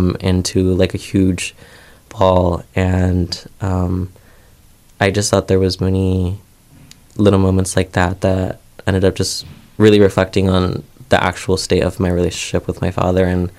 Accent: Minooka, Illinois, United States; growing up, I grew up in Minooka, and after my father's deportation, we were all uprooted

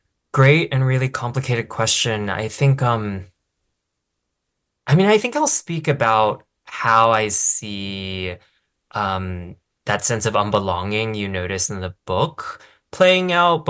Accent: United States; born there; I was born here and named after, the city where I was born in Chinese.

